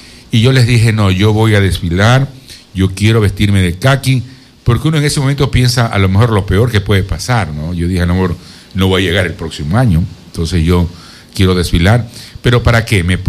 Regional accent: Quevedo, Los Ríos, Ecuador; moved away as an adult; also born or lived in Guayaquil; Llegué emocionado a celebrar a mi tierra

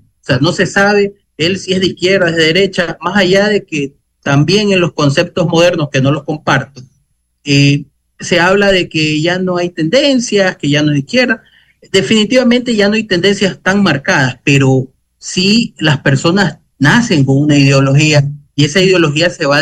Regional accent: Calceta, Manabí, Ecuador; born there; le hablo por Calceta, por mi pueblo.

